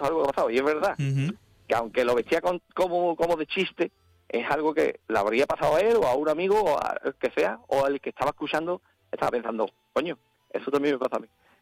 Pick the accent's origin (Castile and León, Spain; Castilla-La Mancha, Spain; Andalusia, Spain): Andalusia, Spain; Jerez de la Frontera; Mira, yo soy un andaluz de Jerez de la Frontera y me siento muy, muy andaluz y andalucista y demás.